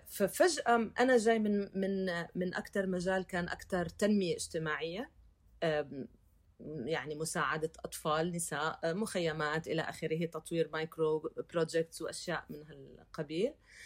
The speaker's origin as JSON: {"language": "Arabic", "country": "Lebanon", "tie": "born or raised there", "said": "طفولتي كفلسطينية بلبنان، مع اختلاف إن كان اللهجة أو الأشياء اللي عم بعيشها غير عن اللي معي بالمدرسة اللبنانيين"}